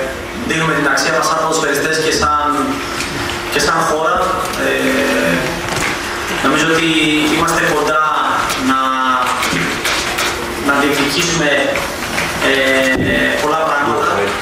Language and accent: Greek; Northern Greece, Greece; και εγώ σαν παιδί της Βόρειου Ελλάδας, είμαι πάρα πολύ χαρούμενος που παίζω σχετικά στα μέρη μου